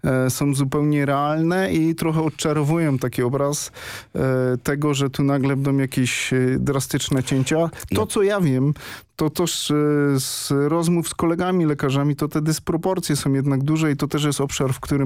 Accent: Wodzisław Śląski, Silesian Voivodeship, Poland; born there; now in Rybnik, Poland; mam napisane w życiorysie, że się urodziłem w Wodzisławiu Śląskim.

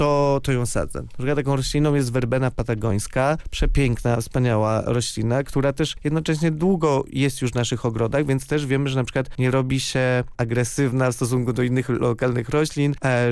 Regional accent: Tricity, Pomeranian Voivodeship, Poland; Ja jestem z Trójmiasta, u nas czasami takie pierwsze poważne mrozy przychodzą czasami nawet w grudniu dopiero.

